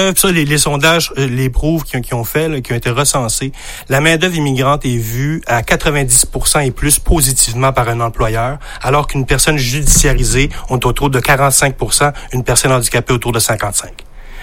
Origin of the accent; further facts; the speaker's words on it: France; now in Quebec, Canada; Moi, je viens de la France, là.